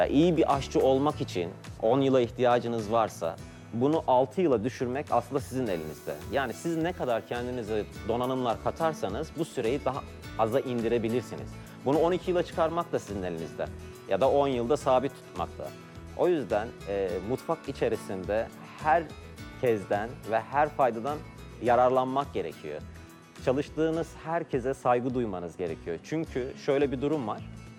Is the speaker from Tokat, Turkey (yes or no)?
yes; Tokat, Turkey; moved away as an adult; now in Istanbul, Turkey; aslen Tokatlıyım. 2007 yılında İstanbul'a bu mesleği yapmak adına geldim.